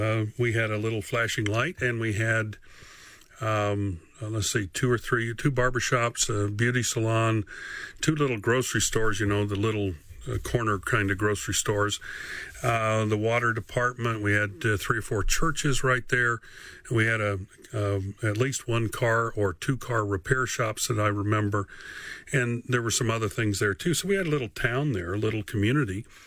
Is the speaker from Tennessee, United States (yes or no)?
yes; Morrison City, Tennessee, United States; Now, I grew up in Northeast Tennessee. I grew up in a little community called Morrison City.